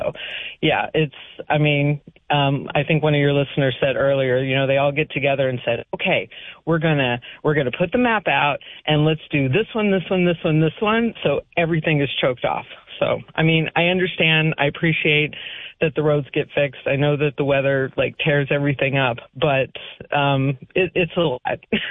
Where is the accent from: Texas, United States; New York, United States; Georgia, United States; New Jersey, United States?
Texas, United States; now in Pembina, North Dakota, United States; I grew up in Texas and I grew up in a big city.